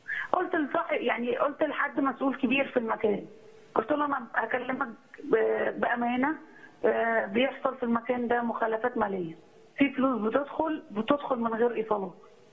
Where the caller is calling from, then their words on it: Cairo, Cairo Governorate, Egypt; انا من القاهره. بنتكلم من القاهره.